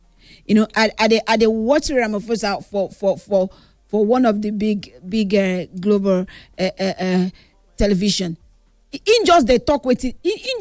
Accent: Nigeria; Yes, God helping me and you, because myself as a Nigerian, you get to see they do me.

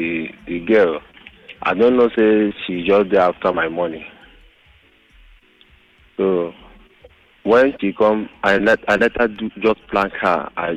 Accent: Lagos, Nigeria; I was born and brought up in Lagos and I school in Lagos.

